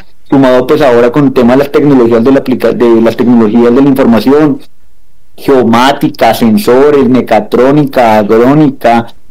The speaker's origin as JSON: {"language": "Spanish", "region": "Bogotá", "country": "Colombia", "moved": "as an adult", "lives_now": "Brazil", "said": "colombiano, moreno, pero de Bogotá, un rolo típico."}